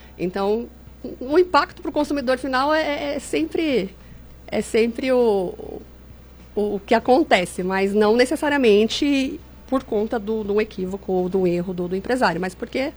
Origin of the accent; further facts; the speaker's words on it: Brazil; como brasileiros muito resilientes